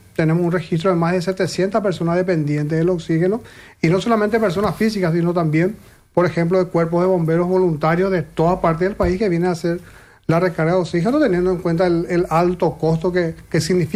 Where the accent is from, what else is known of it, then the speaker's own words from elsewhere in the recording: Villa Elisa, Central, Paraguay; cuando decís que soy Villaliza, la verdad que te pondera se pondera por la ciudad que hoy se pudo construir.